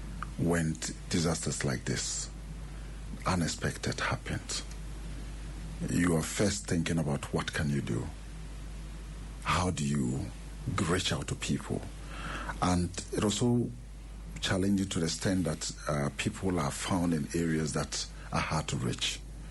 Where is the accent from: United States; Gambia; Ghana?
Ghana; That doesn't make you a Ghanaian. As a Ghanaian, when your colleague, especially when the dead body, we respect the dead so much.